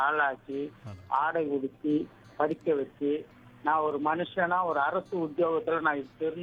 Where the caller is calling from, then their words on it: Chennai, Tamil Nadu, India; Purasawalkam